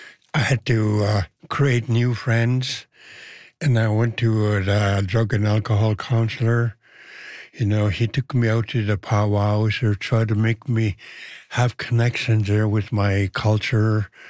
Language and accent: English; Merritt, British Columbia, Canada; also born or lived in Kamloops; I'm from Merritt, British Columbia, and I lived on Coldwater Reserve there in my younger days, and I went to a residence school in Kamloops for 11 years.